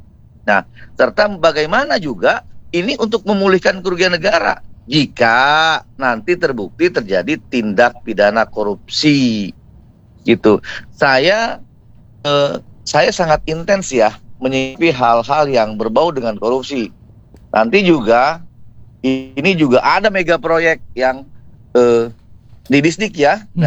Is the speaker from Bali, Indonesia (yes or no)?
no; West Java, Indonesia; Saya warga Bogor Barat khususnya di sini